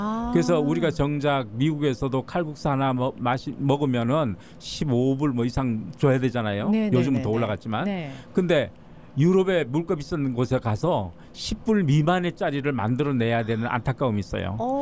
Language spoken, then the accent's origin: Korean; South Korea; now in California, United States